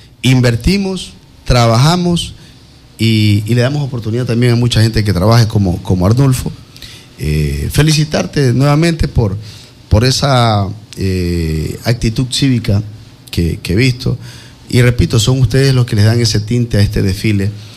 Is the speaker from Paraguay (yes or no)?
no; Quevedo, Los Ríos, Ecuador; es que yo nací en Quevedo.